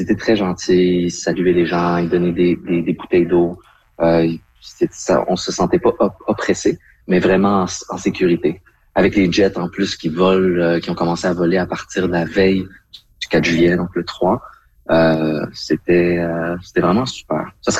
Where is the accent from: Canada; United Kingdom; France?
Canada; Quebec; je répondais directement que j'étais du Québec. Ils savaient tous d'où je venais et que des compliments sur nous.